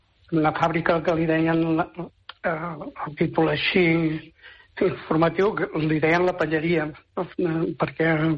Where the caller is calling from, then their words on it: Rubí, Catalonia, Spain; parlar del meu poble, que era abans, ara és Ciutat.